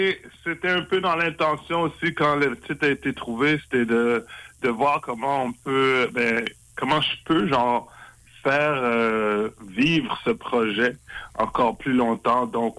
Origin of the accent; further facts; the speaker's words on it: Montreal, Quebec, Canada; born there; j'ai grandi dans une famille haïtienne. Je suis né à Montréal de parents d'origine haïtienne.